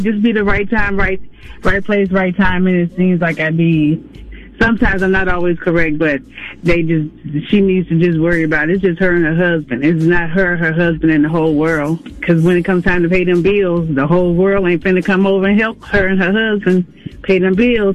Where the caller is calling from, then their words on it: Minnetonka, Minnesota, United States; I'm calling from Minnetonka.